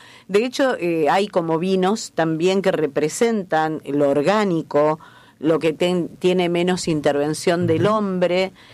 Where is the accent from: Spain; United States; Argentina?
Argentina; now in Funes, Argentina; Nosotros recordamos como argentinos una mesa en los 70, en los 80